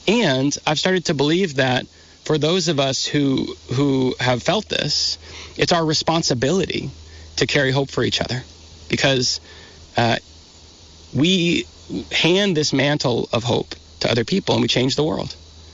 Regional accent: Vermont, United States; I'm from Vermont

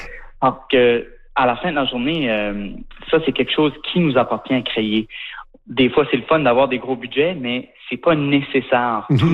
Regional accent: Shediac, New Brunswick, Canada; now in Montreal, Canada; Puis tu sais, moi j'ai grandi à Chediac au Nouveau-Brunswick.

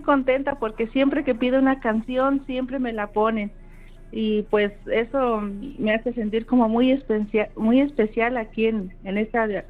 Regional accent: Fresnillo, Zacatecas, Mexico; now in Querétaro, Mexico; yo radico en Querétaro, pero yo soy originaria de ahí, de Fresnillo, Zacatecas.

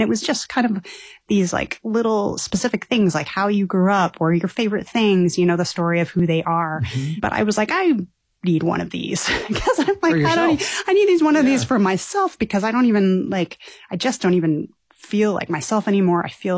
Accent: Colorado, United States; I hail from Colorado originally

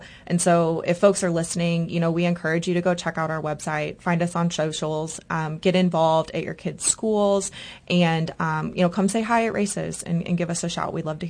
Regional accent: Kansas City, United States; I started running when I was in middle school growing up in Kansas City.

